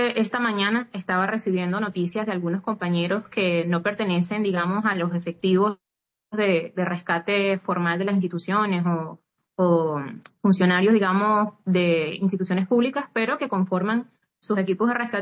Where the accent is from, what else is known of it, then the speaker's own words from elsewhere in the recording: La Guaira, Venezuela; moved away as an adult; now in Caracas, Venezuela; yo soy oriunda de ese estado, aunque vivo en Caracas. Mi familia todavía se encuentra viviendo allá.